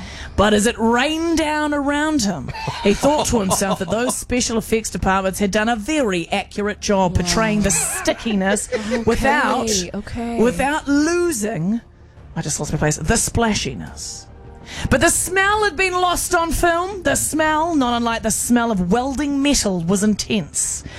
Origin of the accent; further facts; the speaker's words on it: New Zealand; as a Kiwi